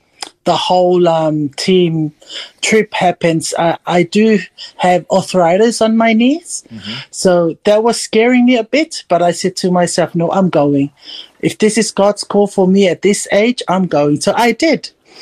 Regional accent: Samoa; Although I grew up in Samoa, but it was always mum and dad, and we just go along and sing songs, do nothing at all, just that.

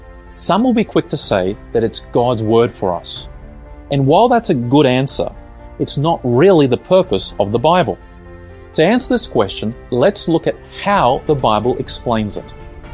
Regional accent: Bowral, New South Wales, Australia; from Bowral, and you're listening to Faith FM right across Australia.

